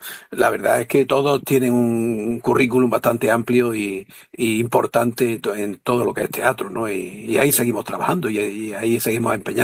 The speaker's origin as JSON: {"language": "Spanish", "town": "Granada", "region": "Andalusia", "country": "Spain", "tie": "born there", "said": "yo nací en Granada, pero yo cuando me preguntan de dónde eres, digo, yo nací en Granada, pero mi pueblo es Alhama. Y yo he vivido muchos años ahí"}